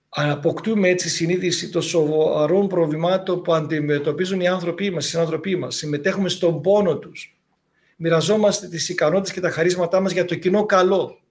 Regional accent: Thessaloniki, Central Macedonia, Greece; Και θα τελειώσουμε, παππούλη μου, αφού είμαστε και από τη Θεσσαλονίκη, με ένα μικρό κειμενάκι του σοφού, του μακαριστού Νίκου Πεντζίκη.

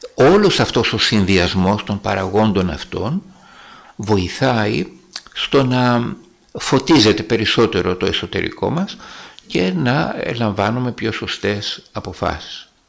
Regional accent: Ionian Islands, Greece; Αλλά είμαι από μέρος που μιλάνε πολύ. Εγώ είμαι από τα Εφτάνησα και άμα μας αφήσετε ελεύθερους, μιλάμε πάρα πολύ εμείς.

